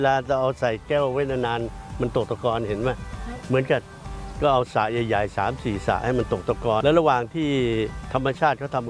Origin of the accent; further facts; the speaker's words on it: Phetchaburi, Thailand; born there; ได้บ้านในบ้านตัวเองนะที่จังหวัดเพชรบุรีเพราะปู่เกิดที่จังหวัดเพชรบุรี